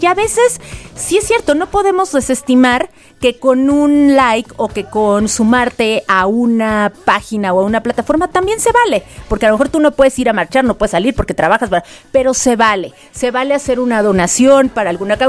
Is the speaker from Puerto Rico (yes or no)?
no; Mexico; es verdad que tenemos esa fuerza como mexicanos, así como cuando nos hemos unido, cuando los sismos, para brindar ayuda